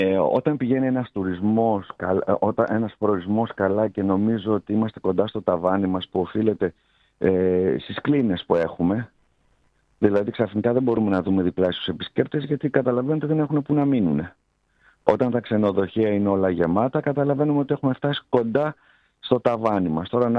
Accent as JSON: {"language": "Greek", "area": "Samos", "region": "North Aegean", "country": "Greece", "said": "εγώ είμαι σαμιώτης"}